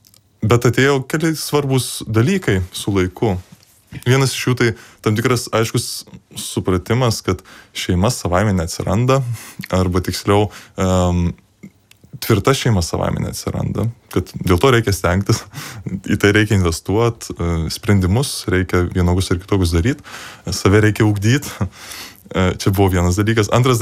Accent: Marijampolė, Marijampolė County, Lithuania; Tai esu iš Marijampolės, baigiau mokyklą ir mokyklos pabaigoje aš vis dar maniau, kad aš studijuosiu kažką iš tiksliųjų mokslų.

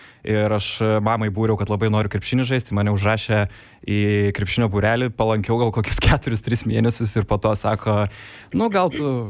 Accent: Vilnius, Vilnius County, Lithuania; Šiaip kurį laiką gyvenau Lazdynuose, po to taip atsitiko, kad persikraustėm į Saulėtekį, čia Antakalnio galas, bet mano visi draugai kažkaip gyveno Žirmūnuose, kadangi lankiau Tuskulėnų vidurinę, po to gimnaziją tapo.

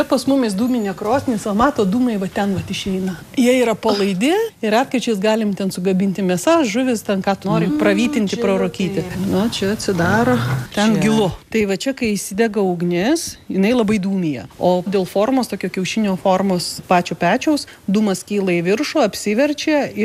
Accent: Klaipėda, Klaipėda County, Lithuania; Ne, aš iš Klaipėdos.

